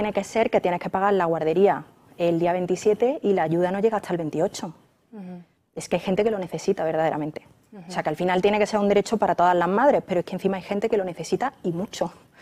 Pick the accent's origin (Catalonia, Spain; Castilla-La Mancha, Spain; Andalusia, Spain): Andalusia, Spain; Córdoba; now in Madrid, Spain; soy de Córdoba, como han dicho, mi madre vive en Córdoba y trabaja